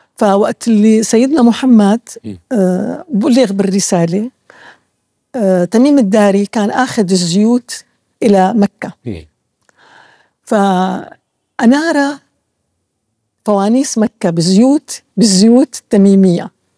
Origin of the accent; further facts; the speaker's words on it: Syria; ومن هون أنا بحس أني أنا أول سورية، كتير بحس بعظمة كبيرة كتير الحقيقة.